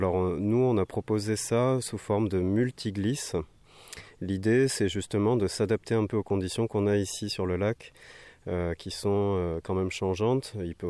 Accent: Overseas France, France; Je suis originaire de l'Outre-mer et voilà.

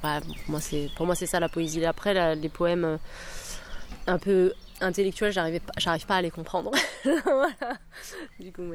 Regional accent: France; born there; Eh ben, bah déjà, moi je suis née en France, donc j'écris principalement en français.

